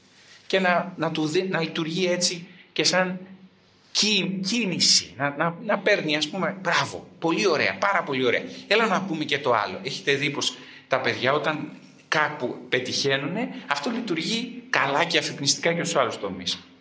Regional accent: Greece; σαν Έλληνες πως είμαστε πολύ φιλότιμοι άνθρωποι

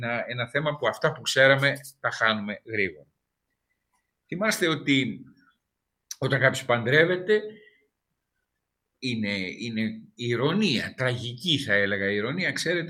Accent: Crete, Greece; Εγώ είμαι από την Κρήτη.

